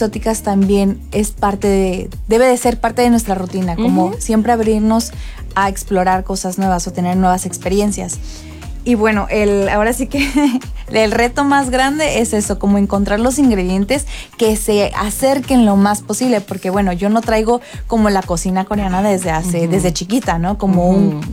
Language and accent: Spanish; Veracruz, Mexico; somos jarochos, pero también somos jarochos cute